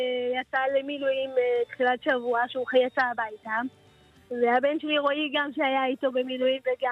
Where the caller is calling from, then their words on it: Or Yehuda, Tel Aviv District, Israel; אני גרה באור יהודה